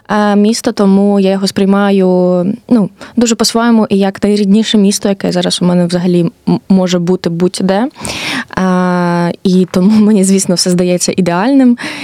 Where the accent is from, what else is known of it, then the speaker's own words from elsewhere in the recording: Kyslivka, Kharkiv Oblast, Ukraine; moved away; я сама з Харківщини, село Кислівка, Купинський район, і Харків – це для мене якби найближча точка, в якій я можу бути близько вдому, і в мене тут живе родина